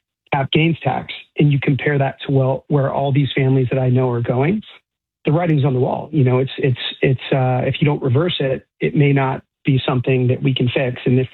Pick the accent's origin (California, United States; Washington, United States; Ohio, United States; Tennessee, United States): Washington, United States; Well, fundamentally, I grew up here. You know, this is my, I'm a Washingtonian. I grew up in Key Harbor and went to UW.